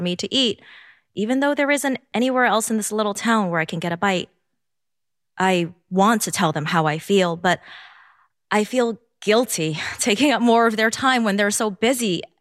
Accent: Hong Kong; also born or lived in Edmonton, Canada; now in Doylestown, United States; I use she, her pronouns. I was born in Edmonton, Canada. I grew up in Hong Kong. And now I am very happy to call Doylestown, Pennsylvania, my home.

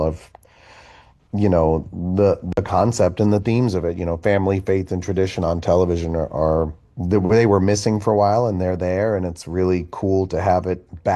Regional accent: Boston, Massachusetts, United States; You know, I am a Bostonian, but I played a New Yorker for basically 15 years, and the New Yorkers taught me well about tormenting Bostonians

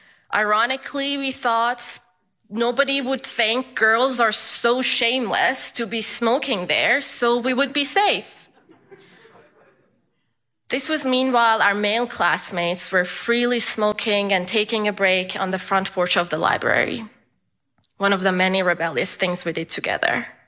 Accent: Iran; A 22-year-old girl in Iran, my home country, has been killed by the morality police because of inappropriate hijab.

